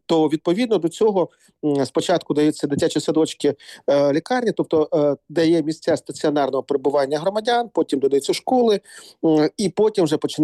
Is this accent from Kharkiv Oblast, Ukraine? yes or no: yes; Kharkiv, Kharkiv Oblast, Ukraine; Якщо говорити про мій рідний Харків